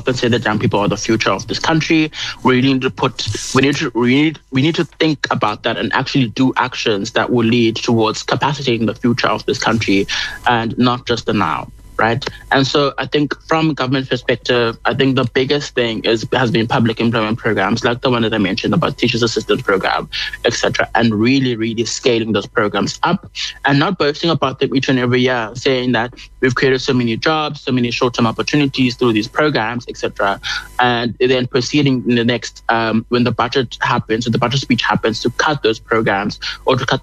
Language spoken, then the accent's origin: English; South Africa; As South African, as a nation, I think we need to look at how people are engaging with this topic